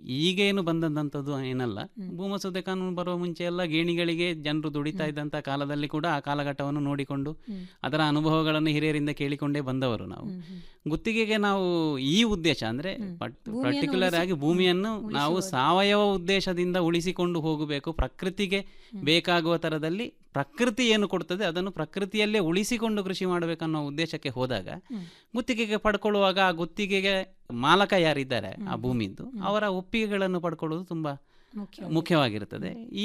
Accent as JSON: {"language": "Kannada", "area": "Kallur, Kasaragod district", "region": "Kerala", "country": "India", "tie": "born or raised there", "said": "ನಾನು ಮೂಲತಃ ಕಾಸರಗೋಡು ಜಿಲ್ಲೆಯ ಮಂಜೇಶ್ವರ ತಾಲೂಕಿನ ವರ್ಕಾಡಿ ಗ್ರಾಮದ ಕಲ್ಲೂರು ಎಂಬ ಪ್ರದೇಶದಲ್ಲಿ ಜನಿಸಿ ಬೆಳೆದವನು. ಕೇರಳದ ರಾಜ್ಯಕ್ಕೆ ಬರುವಂತಹ ಜಿಲ್ಲೆ ಅದು. ಹುಟ್ಟಿನಿಂದಲೂ ಕೂಡ ಕೃಷಿ ಕುಟುಂಬವೇ ನಮ್ಮದಾದ್ದರಿಂದ"}